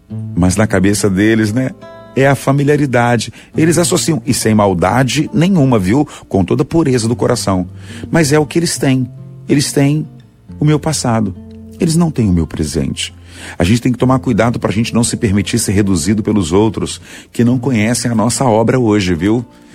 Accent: Itapetim, Pernambuco, Brazil; born there; moved away; tem um lugarzinho chamado Sítio Miguel, lá em São Vicente, Itapetim, Pernambuco. Meu Pai Celeste, o lugar é longe. Lá, se hoje tiver 2.000 habitantes, é muita coisa. Foi onde eu nasci.

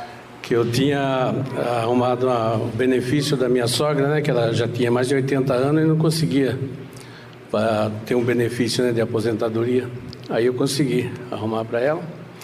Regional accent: Serra Negra, São Paulo, Brazil; Sou da cidade de Serra Negra.

